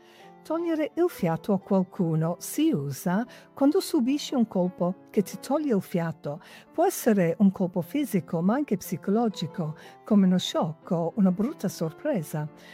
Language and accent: Italian; England, United Kingdom; Italian is a second language; siccome sono inglese